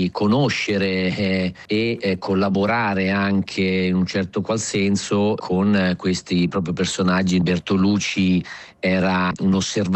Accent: Monza, Lombardy, Italy; born or raised there

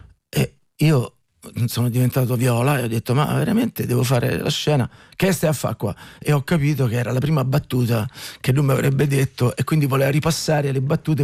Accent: Civitavecchia, Lazio, Italy; also born or lived in Rome; laziale nel senso sono di Civitavecchia e poi ho vissuto a Roma e quindi chiaramente si sente, no, questa appartenenza in certi momenti, in certi spettacoli, quando parlo si sente che non sono di Vicenza o siciliano.

